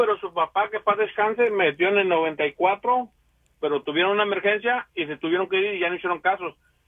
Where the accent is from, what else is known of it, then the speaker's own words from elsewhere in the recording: United States; born there; Yo soy americano, ciudadano aquí, nací en Estados Unidos.